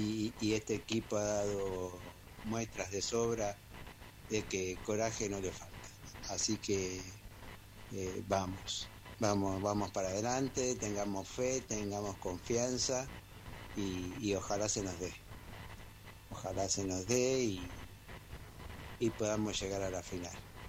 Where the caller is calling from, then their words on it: Luján, Buenos Aires Province, Argentina; Soy de Luján, de la provincia de Buenos Aires